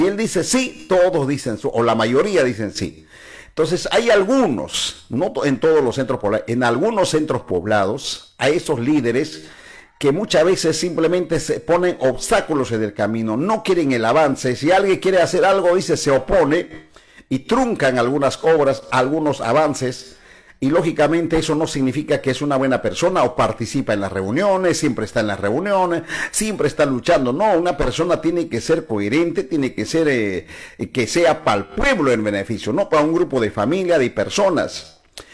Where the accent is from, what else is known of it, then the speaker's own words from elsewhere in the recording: Puno, Peru; somos parte de Choquechaca